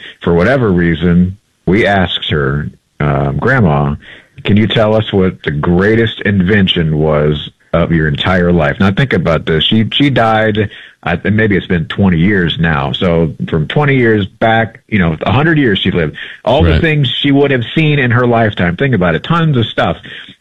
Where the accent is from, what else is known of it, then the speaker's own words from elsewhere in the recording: St. Louis, Missouri, United States; we're both from St. Louis.